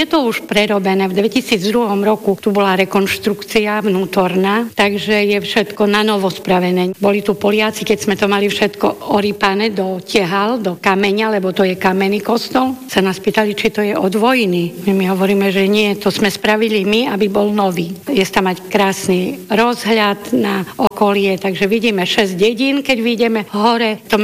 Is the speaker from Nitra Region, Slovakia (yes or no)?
no; Sedliská, Prešov Region, Slovakia; ja som vyrastala v susednej časti v Sedliskách, manžel v susednej obci Benkovce.